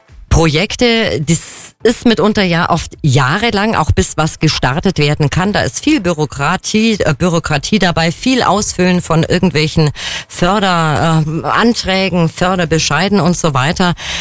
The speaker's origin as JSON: {"language": "German", "town": "Kempten", "region": "Bavaria", "country": "Germany", "tie": "born or raised there", "said": "eine gebürtige Kemptnerin"}